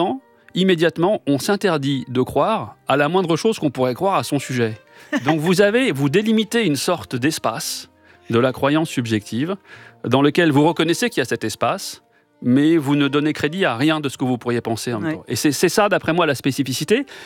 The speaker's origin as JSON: {"language": "French", "town": "Paris", "region": "Île-de-France", "country": "France", "tie": "born or raised there", "also_born_or_lived": "Sarcelles", "said": "je suis né à Sarcelles. Ouais. Voilà, où j'ai passé les 5 premières années, donc avec quelques souvenirs d'enfance, évidemment, de ma vie à Sarcelles, et ensuite à Paris, dans le 11e arrondissement que j'appréciais beaucoup."}